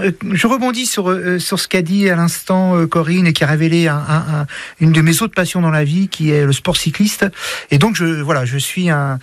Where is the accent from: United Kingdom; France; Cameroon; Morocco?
France; La Rochelle, Nouvelle-Aquitaine; born there; je suis né au Rochelais, donc j'ai pu découvrir la campagne de Launis et de Saint-Onge.